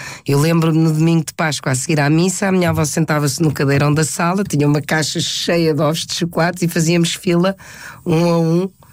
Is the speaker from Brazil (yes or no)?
no; Spain; now in Portugal; Fui criada em Espanha, estudei num colégio espanhol a vida toda. Quando vim para Portugal, ao